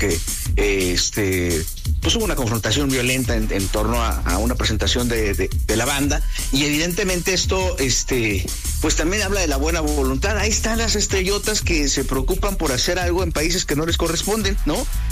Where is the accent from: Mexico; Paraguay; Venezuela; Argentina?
Mexico; a veces nos olvidamos del reconocimiento que tiene nuestra sociedad, que tenemos como mexicanos, y evidentemente de la grandeza que hay en nuestro país, ¿no?